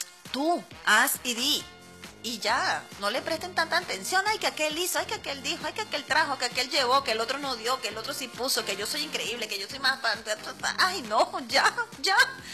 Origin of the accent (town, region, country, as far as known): Puerto Píritu, Anzoátegui, Venezuela